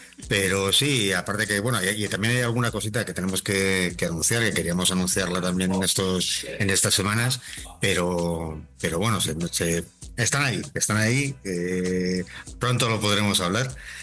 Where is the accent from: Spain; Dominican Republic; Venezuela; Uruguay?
Spain; Gijón, Asturias; moved away as an adult; Del norte, de Gijón.